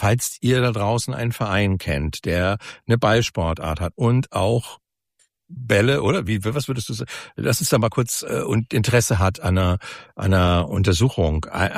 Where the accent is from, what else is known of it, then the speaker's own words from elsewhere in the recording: Munich, Bavaria, Germany; Ich komme ja hier aus München